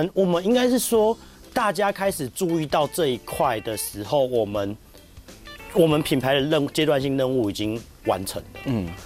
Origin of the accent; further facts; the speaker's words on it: Taiwan; 既然我们是台湾人